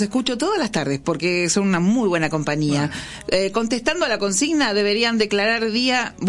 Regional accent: Córdoba, Argentina; now in Azul, Argentina; un cordobés viviendo en Azul. Muy buen programa. En Azul, provincia de Buenos Aires.

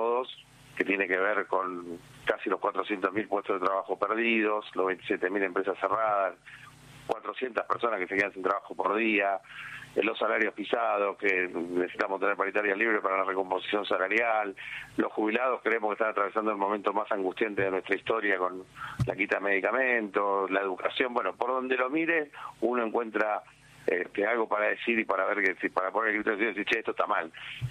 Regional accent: Argentina; Somos argentinos y creemos que lo mejor que podemos hacer es un paro a lo argentino.

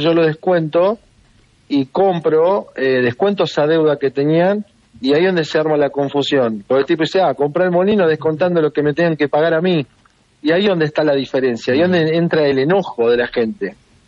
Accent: Pueblo Irigoyen, Santa Fe, Argentina; El pueblo se llama Pueblo Irigoyen. Es un pueblo que está entre Rosario y Santa Fe, en la ruta entre Rosario y Santa F

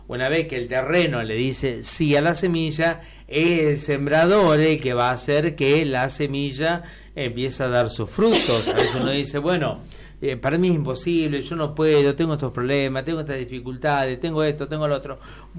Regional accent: Argentina

